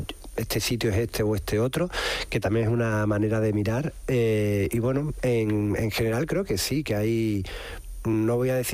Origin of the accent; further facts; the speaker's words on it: Seville, Andalusia, Spain; now in Madrid, Spain; Yo soy de Sevilla, nacido en Triana, vivo gran parte del año en Madrid por cuestiones de trabajo